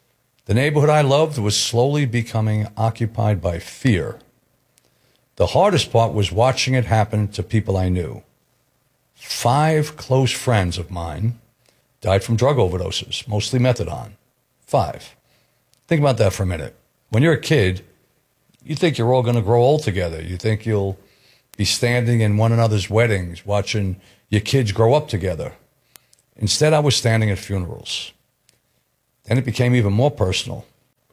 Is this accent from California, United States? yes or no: no; New York City, New York, United States; an Irish kid growing up in the Bronx. I was born at St. Vincent's Hospital and raised by my parents